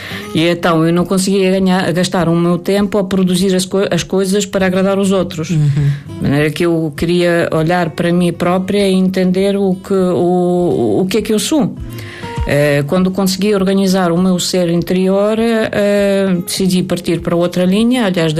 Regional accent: Chernobyl, Kyiv Oblast, Ukraine; Chernobyl.

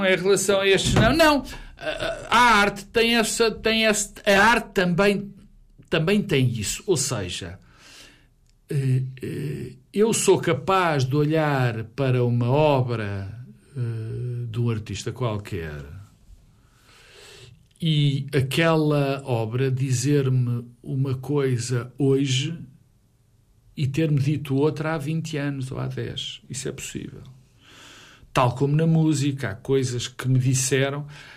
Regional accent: Porto, Norte, Portugal; born there; also born or lived in Lisbon / Vieira do Minho; eu sou filho, neto, bisneto e trineto de minhotos. Eu nasci no Porto, sou um alfacinha... Mas a minha carga genética é toda minhota.

